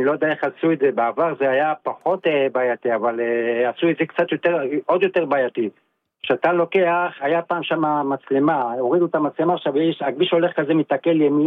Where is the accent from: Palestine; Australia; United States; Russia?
Palestine; Ariel, West Bank; אני מאריאל, אבל דעתי אתה שפו ואתה ממש מעולה לעיר תל אביב.